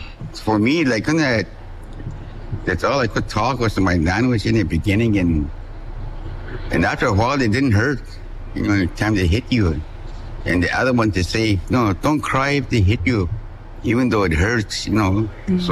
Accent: Fort Providence, Northwest Territories, Canada; born there; I'm from Fort Providence. They call it Chicago, it's in Kent. And right now, I'm 73 years old.

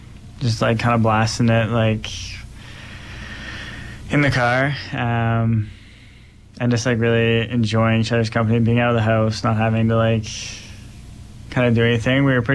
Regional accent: East Coast, Canada; I'm from the East Coast.

